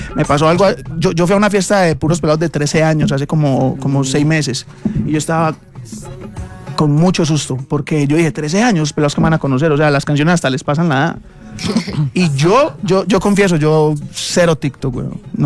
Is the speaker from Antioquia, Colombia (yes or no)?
yes; Envigado, Antioquia, Colombia; Yo crecí en un barrio en Envigado y aún vivo en Envigado. En otro lugar, pero allá mismo. Allá quiero que me saquen con los pies por delante, bro. Yo me fui a vivir a Estados Unidos 6 meses.